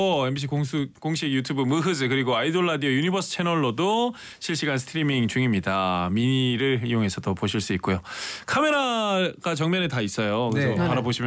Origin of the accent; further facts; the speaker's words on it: Ulsan, South Korea; 제 고향 동생. 울세이. 예, 울산 동생.